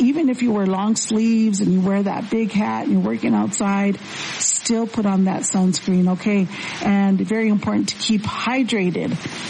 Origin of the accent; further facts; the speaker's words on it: Mammoth, Arizona, United States; Lupe Altamirano from my hometown in Mammoth, Arizona.